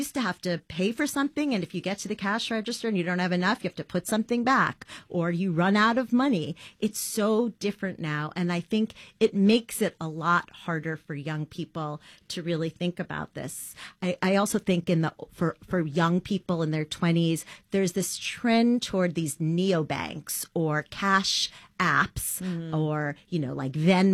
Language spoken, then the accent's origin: English; New York City, New York, United States; born or raised there